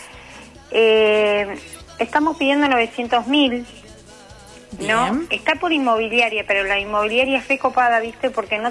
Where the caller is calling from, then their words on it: Alto Valle, Argentina; a nosotros que somos del Valle